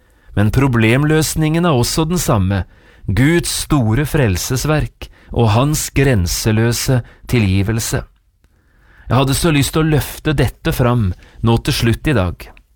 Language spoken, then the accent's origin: Norwegian; Notodden, Telemark, Norway; Hjemme på Notodden hadde vi da jeg vokste opp en bratt bakke som kaltes Tømmebakken.